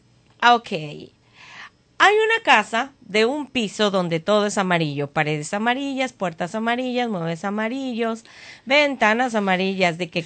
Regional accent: Mexico; Yo soy muy feliz de poder decir, yo soy mexicana.

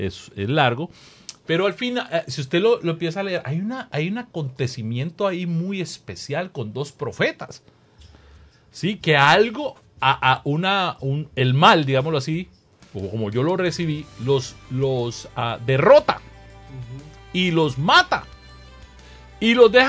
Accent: Colombia; yo me tomo un sorbito de un café colombiano que traje. En mi país decimos que sin café no hay paraíso.

